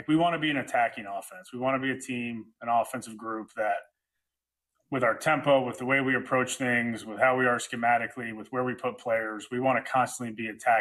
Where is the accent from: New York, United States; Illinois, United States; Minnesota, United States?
Illinois, United States; Lake Bluff; I'm from Lake Bluff. I went to Lake Forest High School, but I'm technically from Lake Bluff.